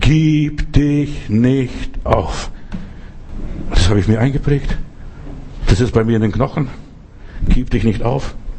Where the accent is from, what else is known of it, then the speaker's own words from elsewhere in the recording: Klaipėda County, Lithuania; was ich im Schneesturm im Winter bei uns in Ostpreußen, also im Memelland, erlebt habe.